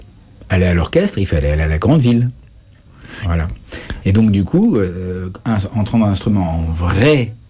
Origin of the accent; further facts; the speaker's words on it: France; moi, je suis français, hein, j'ai eu mon bac, et je suis sorti de mon, entre guillemets, ce qu'on appelle un trou paumé